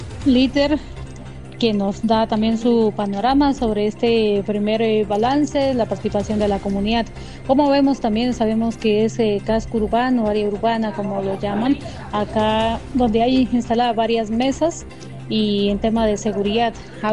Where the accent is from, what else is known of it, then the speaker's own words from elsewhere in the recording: Colombia; tenemos como colombianas